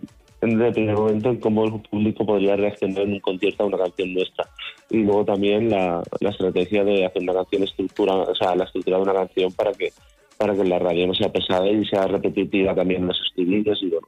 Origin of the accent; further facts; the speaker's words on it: Valencia, Valencian Community, Spain; nosotros somos de Valencia